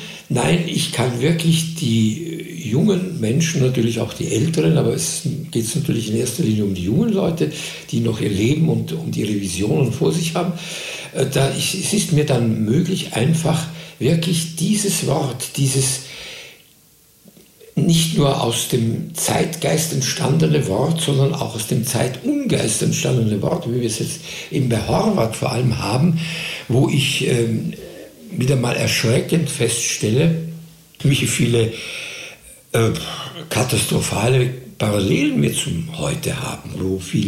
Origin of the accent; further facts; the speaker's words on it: Linz, Upper Austria, Austria; Es ist Linz, Oberösterreich, ist meine absolut meine Heimat.